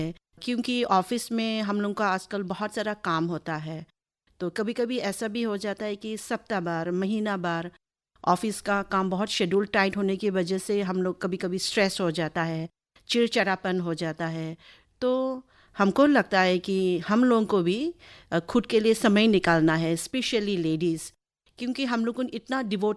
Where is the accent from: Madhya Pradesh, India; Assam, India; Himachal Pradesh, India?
Assam, India; Haflong; मैं पली बड़ी हूँ दिबाराय हाफलोंग में, और